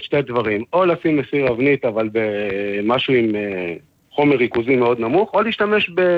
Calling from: Rosh HaAyin, Central District, Israel; אני מראש העין

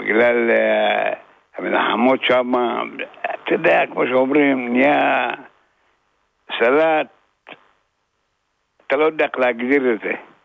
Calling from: Rosh HaAyin, Central District, Israel

